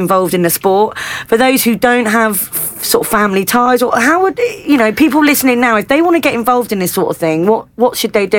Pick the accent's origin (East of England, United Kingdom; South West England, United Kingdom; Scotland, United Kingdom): South West England, United Kingdom; I grew up in Devon. Luckily, I sort of am a surfer, so I'm quite hot on it